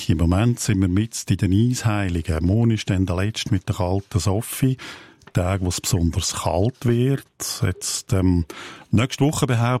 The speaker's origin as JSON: {"language": "German", "region": "Aargau", "country": "Switzerland", "said": "Noch ein Mundartwort aus dem Aargau, aus meiner Heimat."}